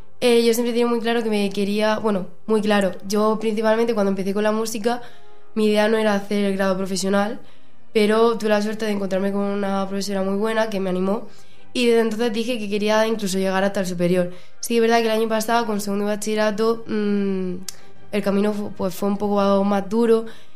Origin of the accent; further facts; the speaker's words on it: Mula, Region of Murcia, Spain; Sí, estoy en la banda de mi pueblo. En Mula.